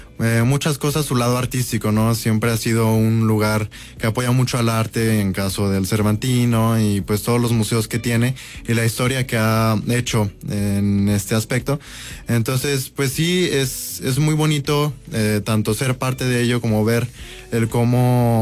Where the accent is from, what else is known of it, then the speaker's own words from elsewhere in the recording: León, Guanajuato, Mexico; Soy de aquí, de León, Guanajuato.